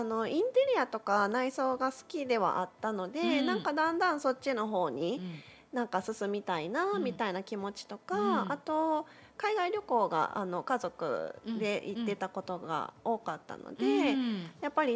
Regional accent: Kawanishi, Hyogo, Japan; born there; also born or lived in Toyonaka, Osaka / Oita; 3歳くらいの時にもう兵庫県の川西市というところに、 うん、そうなんですね、 はい、引っ越して、うん、はい、ほとんどそこで育っていて、途中父の転勤で大分県に、

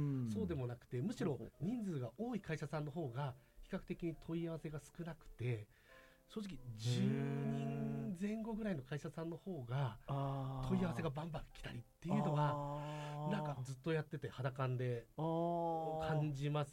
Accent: Saitama, Japan; 私地元が埼玉だったので

